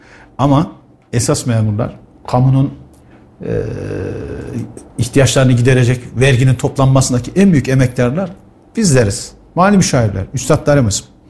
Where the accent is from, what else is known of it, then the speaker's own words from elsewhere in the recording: Kayseri, Turkey; also born or lived in Şarkışla, Sivas; Ben 1977 Sivas Şarkışı'da doğumluyum. Babamın kamu görevi nedeniyle Kayseri'de yerleşmişiz.